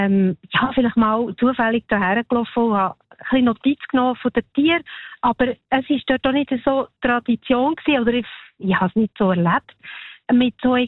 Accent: Bern, Switzerland; Ich bin aus dem Bernbiet, doch. Mhm. Ich kenne Viehschau auch von früher aus unserem Dorf.

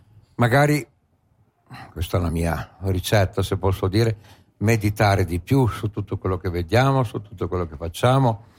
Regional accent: Bellinzona, Ticino, Switzerland; di Bellinzona, nel mio paese

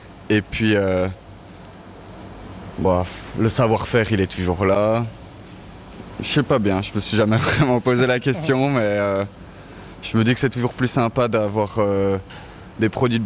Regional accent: Brussels, Brussels-Capital Region, Belgium; moved away as an adult; now in Martigny, Switzerland; je suis bruxellois du coup

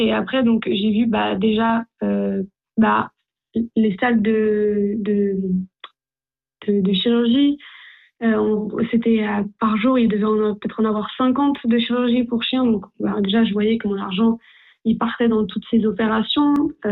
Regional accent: Switzerland; en tant que Suisse

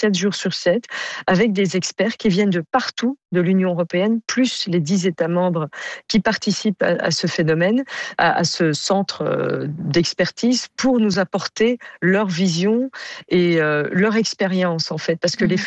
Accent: Belgium; Et vous le savez sans doute, je suis belge.

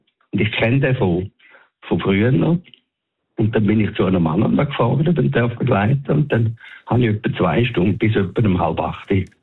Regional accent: Winterthur, Zurich, Switzerland; Ich komme aus Winterthur und ich habe … glaube ich, vor 30 Jahren gesehen in der Eishalle.

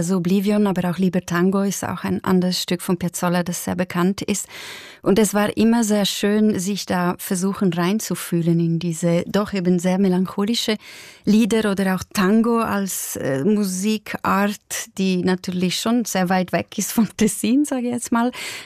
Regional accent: Madrano, Trentino-Alto Adige, Italy; für meine Großeltern in Madrano, in diesem Weiler, wo ich aufgewachsen bin, war es tatsächlich damals, obwohl es schon die 1990er Jahre waren, eine schwierige Vorstellung. Ich komme wirklich noch aus einer patriarchalischen Gesellschaft oder Dorfgemeinschaft.

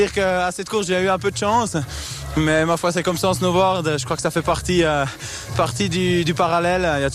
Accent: La Chaux-de-Fonds, Neuchâtel, Switzerland; j'ai 23 ans, je viens de La Chaux-de-Fonds

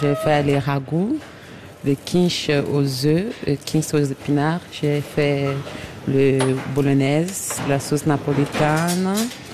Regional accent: Chad; also born or lived in Italy; now in Switzerland; Je viens de Tchad.

